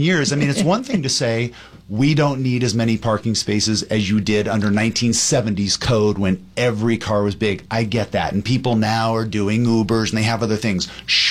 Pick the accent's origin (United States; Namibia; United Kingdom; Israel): United States; Diamond Bar, California; moved away as an adult; now in Venice Beach, Los Angeles, United States; I grew up in the San Gabriel Valley in Walnut Diamond Bar.